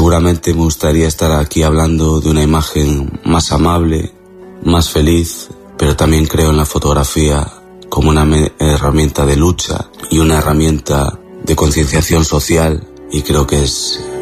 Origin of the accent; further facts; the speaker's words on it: Galicia, Spain; fotoperiodista, y llevo trabajando más de 15 años, sobre todo en mi tierra, en Galicia.